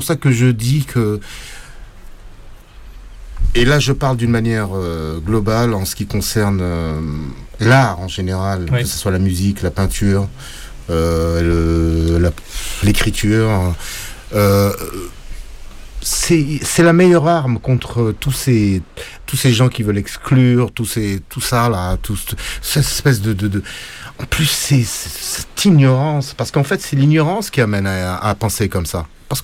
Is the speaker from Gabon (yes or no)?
no; Senegal; also born or lived in Morocco; now in France; c'est le tama chez nous, au Sénégal.